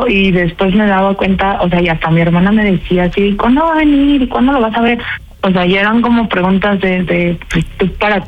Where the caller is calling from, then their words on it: Guadalajara, Jalisco, Mexico; De Guadalajara, Jalisco.